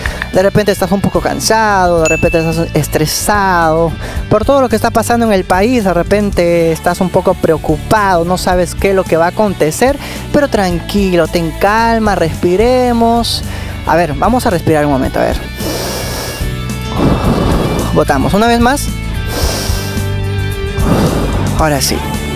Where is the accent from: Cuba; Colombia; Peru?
Peru; now in Lima, Peru; a nosotros como peruanos, como ciudadanos